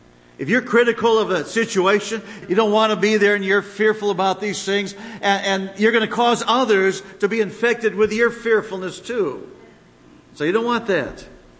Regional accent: United States; We do as an American.

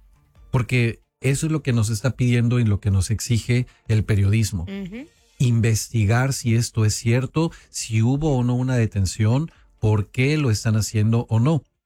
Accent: Mexico; now in Omaha, United States; si yo como mexicano

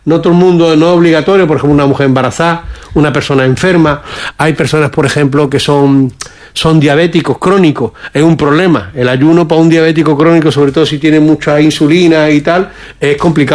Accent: Melilla, Spain; Nosotros, vale, en Melilla, como venimos de la expulsión de España de 1492, de haber convivido con la población bereber en el norte de África

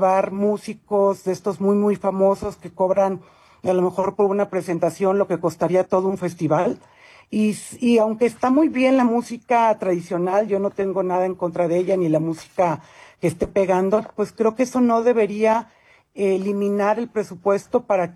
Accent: Nayarit, Mexico; Yo pensaría que primariamente para las personas que somos de Nayarit, que vivimos ahí

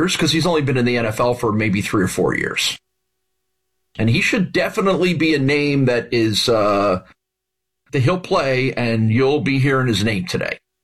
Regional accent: New Jersey, United States; where I grew up in New Jersey.

